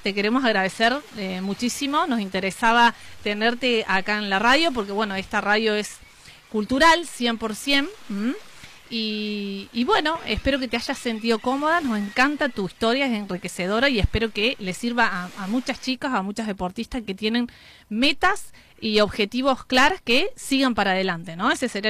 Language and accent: Spanish; Córdoba, Argentina; now in Patagonia, Argentina; Yo soy cordobesa, hermoso, pero estoy hermoso. Viviendo acá, ¿viste? Y me voy siempre, 2 o 3 veces al año voy y siempre voy para las fiestas.